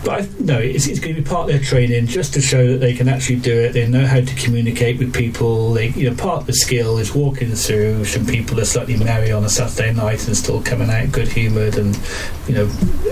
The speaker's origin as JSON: {"language": "English", "town": "Cheltenham", "region": "South West England", "country": "United Kingdom", "tie": "born or raised there", "said": "Cheltenham, my hometown, where I was born, when I went to school"}